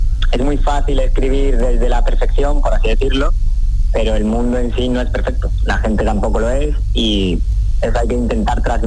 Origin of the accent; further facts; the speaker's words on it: Montellano, Andalusia, Spain; Pues en especial la cercanía hacia mi pueblo natal. Yo soy de Montellano, en Sevilla, y no me pilla demasiado lejos.